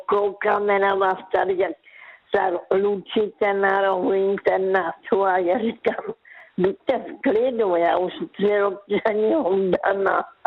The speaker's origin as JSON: {"language": "Czech", "town": "Karolinka", "region": "Zlín Region", "country": "Czechia", "lives_now": "Zlín, Czechia", "said": "já pocházím z Karolínky, tak tam jsem pracovala v kartonáži ve sklárně"}